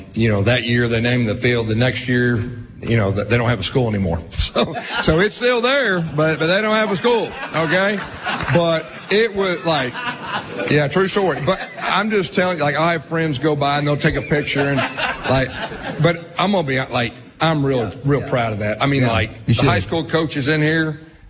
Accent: Fort Smith, Arkansas, United States; And, of course, I grew up in Fort Smith.

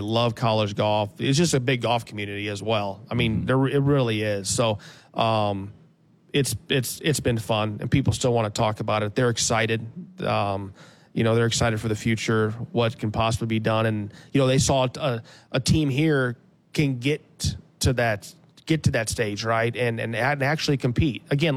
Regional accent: Iowa, United States; now in Arkansas, United States; I'm not from here. I'm from Iowa, okay?

